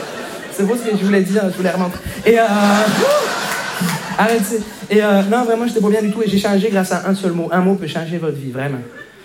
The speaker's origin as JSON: {"language": "French", "town": "Montreal", "region": "Quebec", "country": "Canada", "said": "je viens de Montréal."}